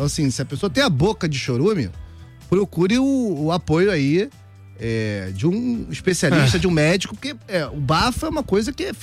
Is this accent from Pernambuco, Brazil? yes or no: no; Curitiba, Paraná, Brazil; Ah, sou de Curitiba, o problema é teu.